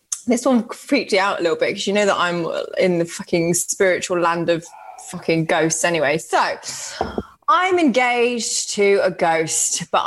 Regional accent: Birmingham, West Midlands, United Kingdom; maybe I'm just going to, I'm from Birmingham

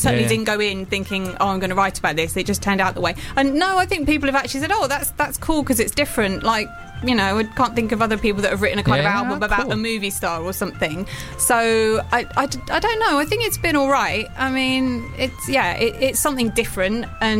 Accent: United Kingdom; being British

